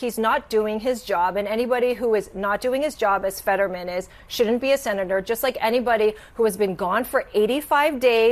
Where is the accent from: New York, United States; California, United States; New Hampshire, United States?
California, United States; Bay Area; I'm from the Bay Area.